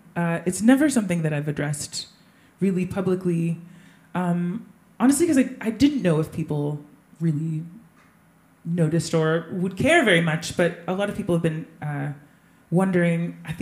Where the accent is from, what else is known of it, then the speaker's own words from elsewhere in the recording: Canada; My background is, I'm Canadian, Jamaican, Caribbean, Trinidadian, Guyanese.